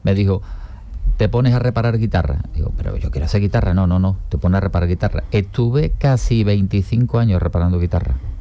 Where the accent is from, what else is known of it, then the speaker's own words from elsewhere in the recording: Andalusia, Spain; somos toda la familia, somos gaditanos.